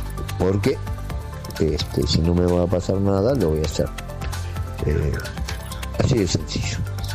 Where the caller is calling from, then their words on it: Temperley, Buenos Aires Province, Argentina; de Temperley.